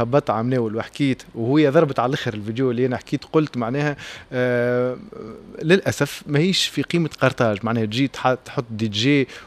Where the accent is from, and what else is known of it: Tunisia